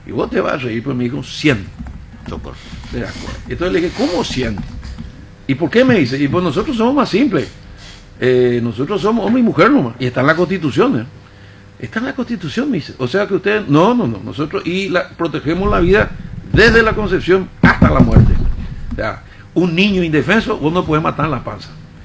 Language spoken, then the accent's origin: Spanish; Paraguay; yo vengo de Paraguay